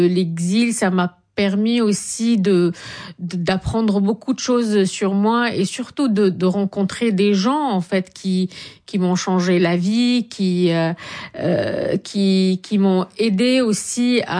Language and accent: French; Syria; il faut que je tourne une grande partie en Syrie